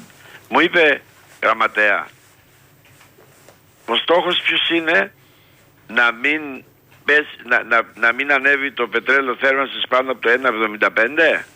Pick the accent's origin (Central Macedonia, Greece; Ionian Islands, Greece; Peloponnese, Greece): Ionian Islands, Greece; Vasilikos; Εγώ είμαι από το Βασιλικό, από το Πόρτο Ρώμα.